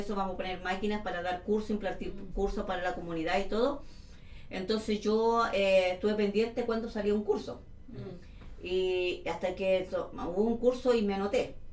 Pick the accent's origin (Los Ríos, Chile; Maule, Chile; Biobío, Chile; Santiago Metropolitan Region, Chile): Los Ríos, Chile; Valdivia; moved away; yo soy de Valdivia, allá en Valdivia